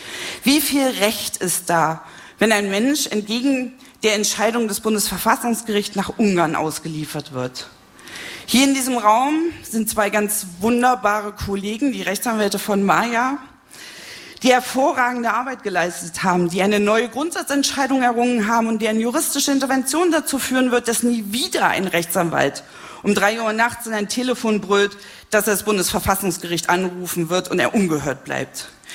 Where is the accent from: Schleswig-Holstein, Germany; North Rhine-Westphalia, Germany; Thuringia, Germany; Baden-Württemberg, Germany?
Thuringia, Germany; Jena; Die Abwandlung dieses Brecht-Zitats steht in meiner Heimatstadt Jena an der Wand der Wirkungsstätte eines sehr lieben, aber leider verstorbenen Freundes